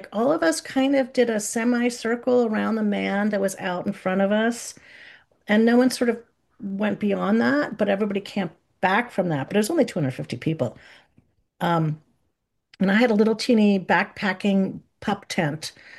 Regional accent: East Coast, United States; moved away; I grew up in the East Coast with lush greenery, so this is a very foreign environment for me.

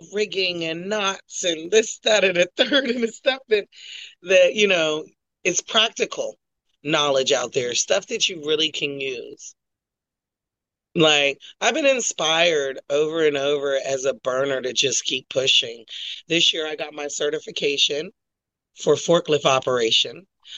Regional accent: Washington, District of Columbia, United States; this little girl from DC

